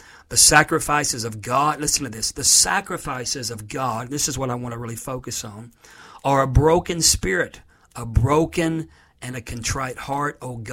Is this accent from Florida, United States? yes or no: yes; Florida, United States; moved away; my home state of Florida